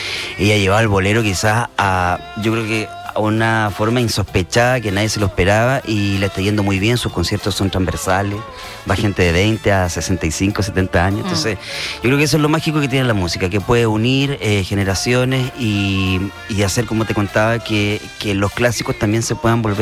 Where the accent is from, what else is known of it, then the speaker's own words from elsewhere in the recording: Valparaíso, Chile; Aparte que como … nosotros somos de acá, somos de Valparaíso